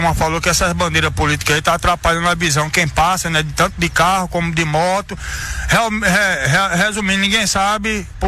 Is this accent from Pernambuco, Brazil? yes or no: yes; Pernambuco, Brazil; now in Paulo Afonso, Brazil; É, eu sou daqui de Pernambuco, entendeu?